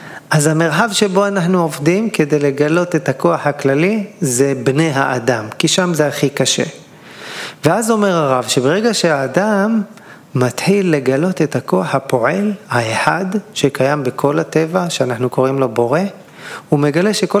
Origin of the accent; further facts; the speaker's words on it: Mikhmoret, Central District, Israel; גדלתי בחוף מכמורת, אני מושבניק מאלישי ועמק חפר.